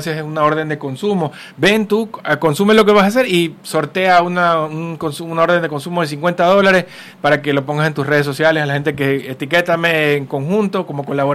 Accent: Ecuador

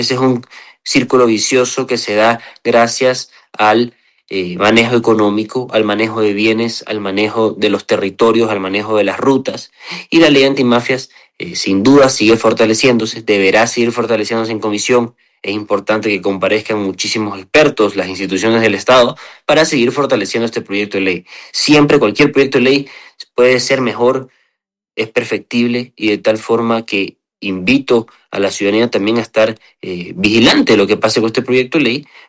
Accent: Ecuador

